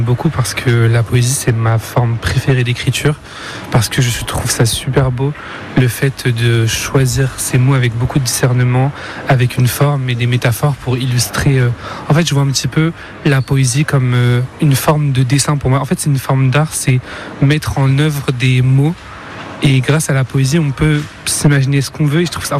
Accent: Tours, Centre-Val de Loire, France; je viens de Tours

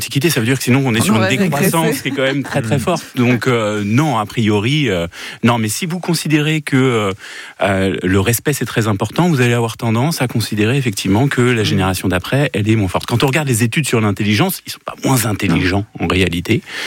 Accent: France; Ah mais moi, je suis un Français

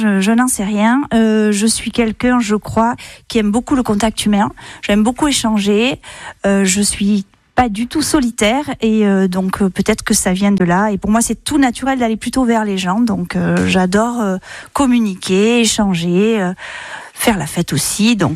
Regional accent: Mimizan, Nouvelle-Aquitaine, France; Moi, j'habite au bourg, mais quand on est de Mimizan, on va voir la mer tous les jours.

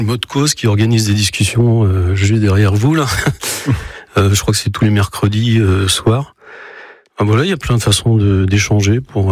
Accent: Nantes, Pays de la Loire, France; born there; also born or lived in Rennes area; Je suis né à Nantes, mais ma famille est du Finistère Sud. Et pour des raisons familiales, on est arrivé dans le pays rennais, quoi.

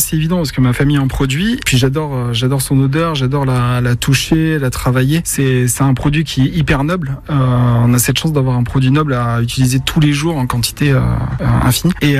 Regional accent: Bordeaux, Nouvelle-Aquitaine, France; Ouais, je suis né à Bordeaux et en fait, ma mère, elle est venue en France. Je suis un enfant d'immigrés, donc d'un papa français et d'une maman malgache qui est arrivée en 89 et moi je suis née en 91.

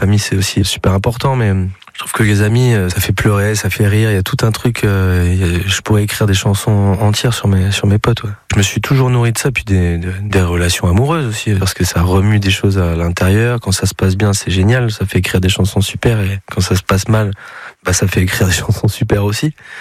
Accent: Bergerac, Nouvelle-Aquitaine, France; born there; Je suis né à Bergerac, et ce qui est marrant dans ma famille, c'est que il n'y a pas un seul Périgord que je ne connais pas

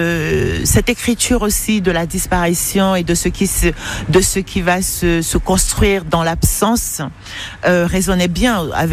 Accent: Douala, Littoral, Cameroon; moved away; j'ai grandi, je suis née, j'ai grandi à Douala, j'ai appris à lire là-bas

